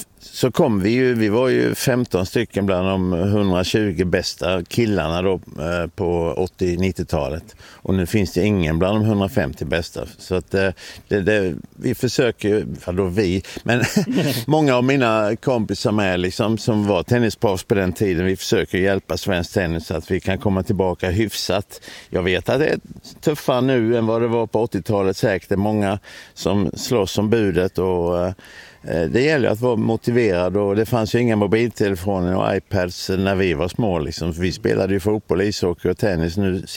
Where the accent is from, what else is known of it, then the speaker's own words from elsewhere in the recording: Olofström, Blekinge, Sweden; moved away as an adult; now in Karlshamn, Sweden; Jag är från Olofström och har bara några mil till min mamma där uppe också, och nu bor jag här och är sambo här nere i Karlshamn